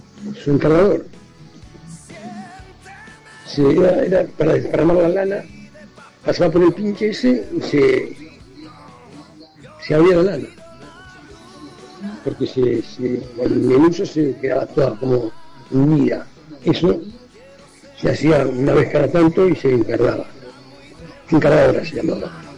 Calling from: Versalles, Argentina; acá de Versalles.

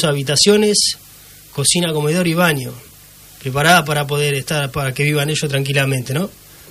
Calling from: Bolívar, Buenos Aires Province, Argentina; sabiendo que somos de Bolívar

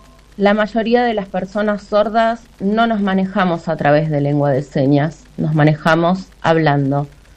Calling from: San Martín de los Andes, Neuquén, Argentina; vivo en San Martín de los Andes

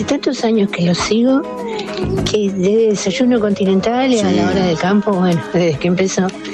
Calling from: Junín, Buenos Aires Province, Argentina

